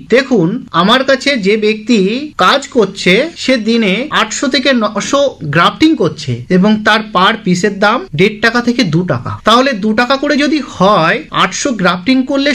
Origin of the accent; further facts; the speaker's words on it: Kashtodanga, West Bengal, India; আমার গ্রাম কাষ্টডাঙ্গা, police station Haringhata, district Nadia